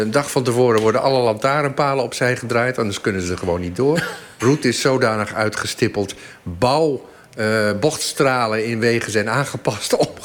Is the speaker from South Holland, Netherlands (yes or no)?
no; Friesland, Netherlands; En ik ben een Fries, ik kom van buiten.